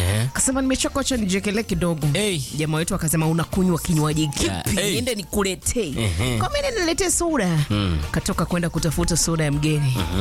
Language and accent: Swahili; Kenya; sisi ni wa Kenya